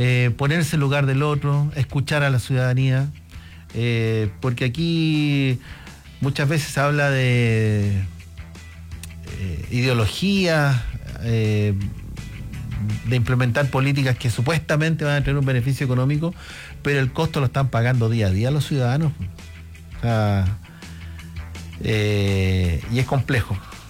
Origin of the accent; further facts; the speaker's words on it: Valparaíso, Chile; now in Coyhaique, Chile; yo soy de la quinta región y no soy de Valparaíso